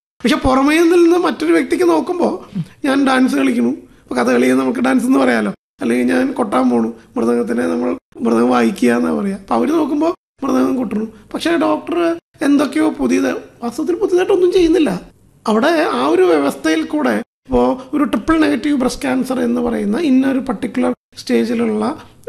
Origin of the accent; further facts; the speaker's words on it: Irinjalakuda, Kerala, India; ഞാൻ ഇരിഞ്ഞാലക്കുടക്കാരനാണ്.